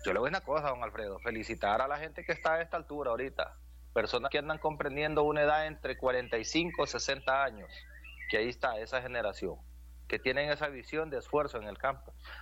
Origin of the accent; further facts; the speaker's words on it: Honduras; Yo soy del sector del Costa Norte, específicamente de Burraco Pueblo. De allá son mis raíces.